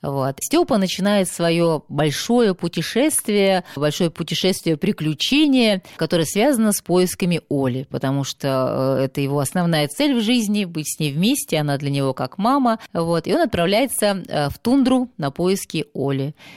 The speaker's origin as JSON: {"language": "Russian", "region": "Far North", "country": "Russia", "tie": "born or raised there", "said": "Север, потому что я родилась и выросла на Крайнем Севере, и именно поэтому вот захотелось изложить, скажем так, эту детскую историю, чтобы она находилась на Севере, передать весь колорит."}